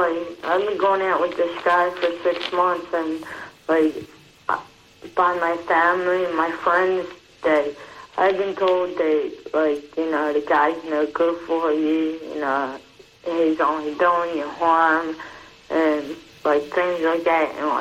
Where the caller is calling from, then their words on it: Darby, Pennsylvania, United States; Up at Darby, Delaware County.